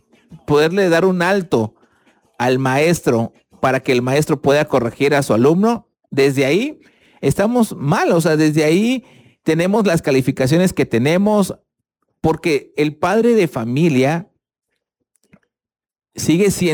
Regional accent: Chiapas, Mexico; Somos doblemente mexicanos, la anexión de Chiapas a México y el grito de independencia.

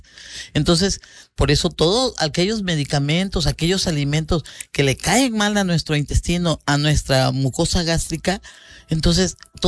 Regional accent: Mapastepec, Chiapas, Mexico; Aquí tenemos una tranquilidad en Mapastepec, por eso a mí me gusta mucho mi pueblo. Aquí tenemos patios grandes, podemos sembrar plantas, podemos tener animales, podemos recibir a las personas de nuestra casa. O sea, todavía tenemos una ciudad, pero es un pueblo.

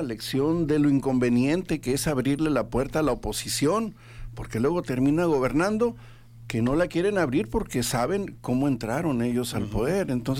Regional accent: Mexico; Tú, igual que yo, no, igual que cualquier otro mexicano.

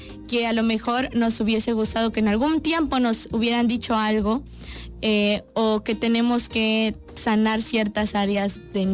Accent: Chiapas, Mexico; el representar a Chiapas, el representar a mi pueblo que es tan chiquitito, ¿no? Ha sido, me llena de mucho orgullo, del bueno. me da mucho gusto poder representarlo y decirle al mundo que todavía existe literatura en nuestro estado.

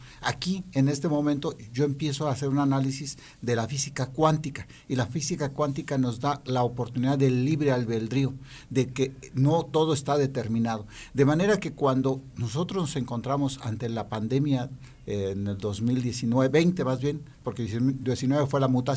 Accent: Comitán, Chiapas, Mexico; ahí en mi pueblo, en Comitán, yo soy de Comitán

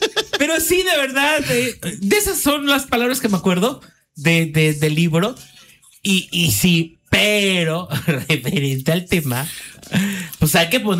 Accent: Ayutla de los Libres, Guerrero, Mexico; moved away; No me avergüenzo de mis raíces del pueblito de donde vengo, Ayutla de los Libres, en el estado de Guerrero.

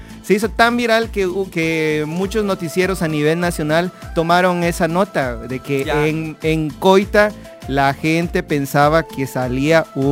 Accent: Ocozocoautla de Espinosa, Chiapas, Mexico; en mi pueblo de Ocoso Cuautla, coita para los amigos

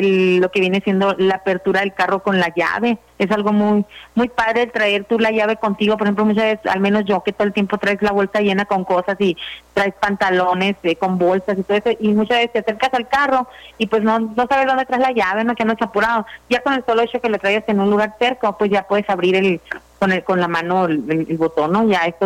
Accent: Cananea, Sonora, Mexico; nos estamos apoyando entre las 3 vendedoras que somos de aquí de Cananea

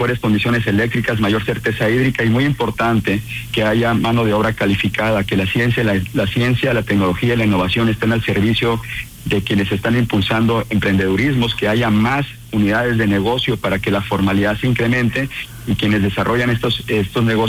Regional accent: Sonora, Mexico; los sonorenses tenemos una aspiración de desarrollo patrimonial, desarrollo económico, pero también queremos vivir en paz, queremos seguir siendo sonorenses

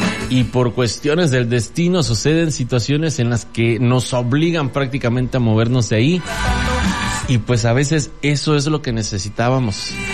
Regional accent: Mexico; ¡Viva México! ¡Vivan todos los mexicanos! Todos somos mexicanos, todos somos México.

